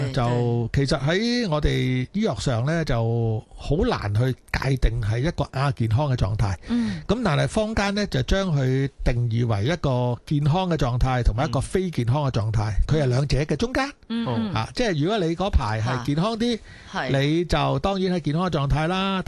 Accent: Guangdong, China; accent: Cantonese; 系啊，讲我哋广东话就比较土啲

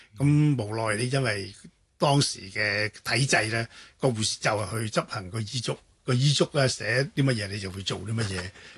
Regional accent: China; 尤其我哋中國人好興話節哀順變啦嚇。

